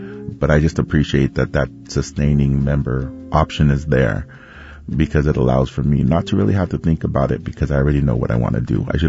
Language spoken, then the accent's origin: English; Hayward, California, United States; I'm from Hayward, California, and been a member of KQED for a year.